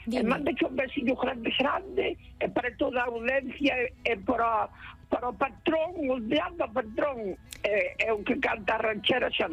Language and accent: Galician; Suevos, Galicia, Spain; Sí, eu son de Suevos, pertenezo ao Departamento de Arteixa.